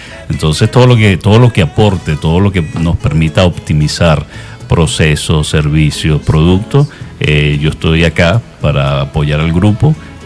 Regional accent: Caracas, Capital District, Venezuela; moved away as an adult; now in San Cristóbal, Venezuela; soy de Caracas.

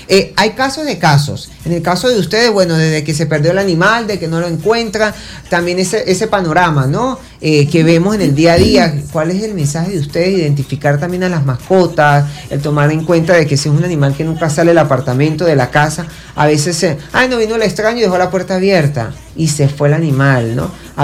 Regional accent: Venezuela; me independicé a los 17 años como buen venezolano que soy

